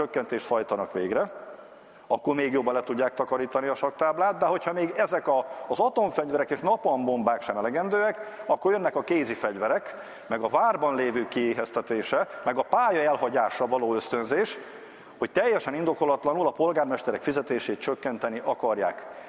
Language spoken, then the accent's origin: Hungarian; Csenger District, Szabolcs-Szatmár-Bereg, Hungary; ráadásul ez a Csengeri járás egyik települése, az ország legszegényebb járása, ahonnan én származom.